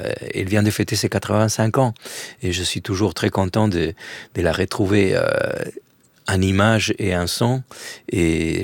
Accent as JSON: {"language": "French", "country": "Argentina", "also_born_or_lived": "Paris", "second_language": "French", "moved": "as an adult", "lives_now": "Strasbourg, France", "said": "j'ai quitté l'Argentine pour faire que de la musique classique"}